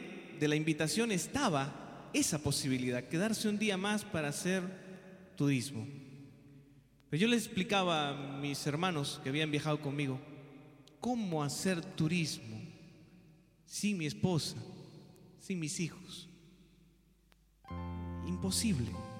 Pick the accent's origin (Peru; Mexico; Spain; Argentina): Peru; otros peruanos